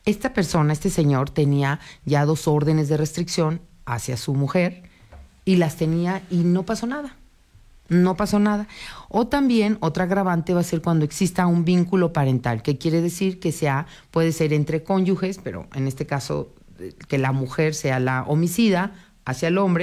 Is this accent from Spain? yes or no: no; Mexico; el fútbol, que nos une como mexicanos